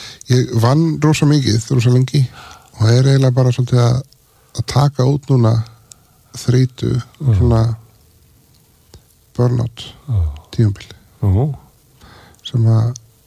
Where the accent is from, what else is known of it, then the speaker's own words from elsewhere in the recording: Reykjavík, Capital Region, Iceland; Ég man eftir að ég ólst upp á Norðurstíg sem er svona lítil gata í vestur miðbænum.